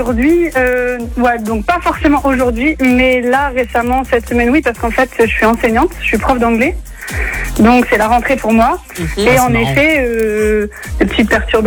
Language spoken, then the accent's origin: French; Hauts-de-France, France; Je suis du Nord. Moi, j'habite M, juste à côté de Lille.